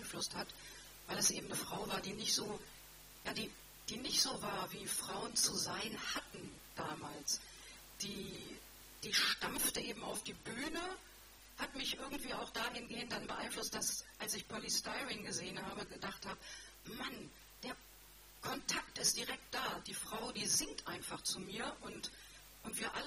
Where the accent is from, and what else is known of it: Germany